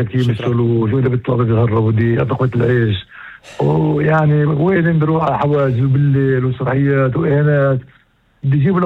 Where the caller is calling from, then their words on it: the north, Israel; من الشمال.